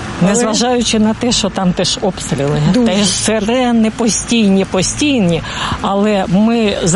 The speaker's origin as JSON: {"language": "Ukrainian", "town": "Avdiivka", "region": "Donetsk Oblast", "country": "Ukraine", "said": "От я з Авдіївки, Донецька область. Ми пережили з 14-го року стільки всього."}